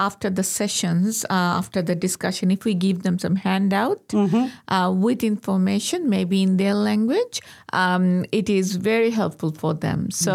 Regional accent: Bangladesh; now in Australia; I'm from Bangladesh.

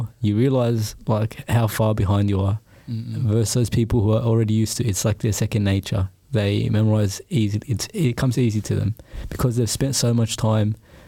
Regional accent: Australia; definitely growing up in Australia, like in Australian schools

